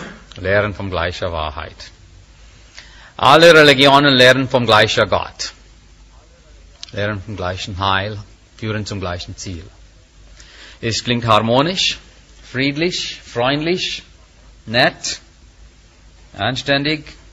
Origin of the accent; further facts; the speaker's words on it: India; German is a second language; Es gibt Unzufriedenheit auch in Indien. Auch in Indien. Ich bin Inder.